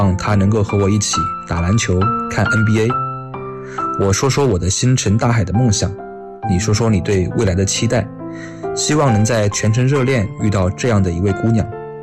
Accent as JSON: {"language": "Chinese", "town": "Yancheng", "region": "Jiangsu", "country": "China", "tie": "born there", "moved": "yes", "lives_now": "Nanjing, China", "said": "92年出生，本科学历。我出生在盐城，目前在南京工作生活。"}